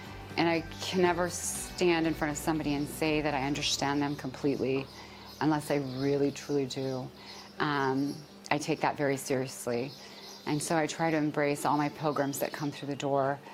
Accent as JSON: {"language": "English", "country": "United States", "moved": "as an adult", "lives_now": "Medjugorje, Bosnia and Herzegovina", "said": "I'm an American who lives in Medjugorje."}